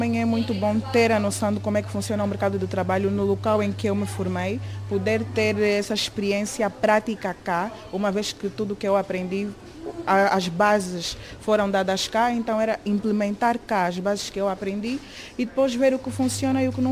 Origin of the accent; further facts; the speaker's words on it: Luanda, Angola; now in Braga, Portugal; tenho 23 anos e venho de Angola, Luanda.